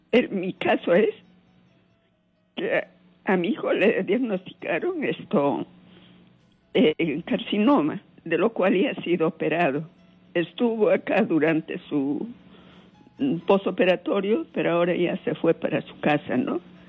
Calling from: Lima, Peru; Yo ahorita le estoy llamando de San Juan del Urigancho.

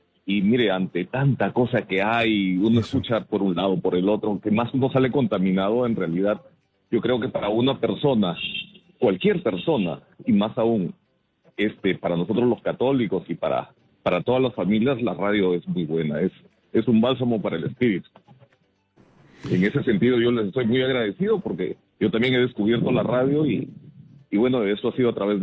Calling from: Lima, Peru

